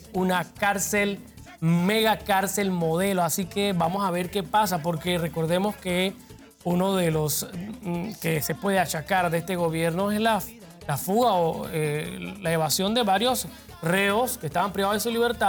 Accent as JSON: {"language": "Spanish", "country": "Panama", "said": "nosotros como pueblo panameño"}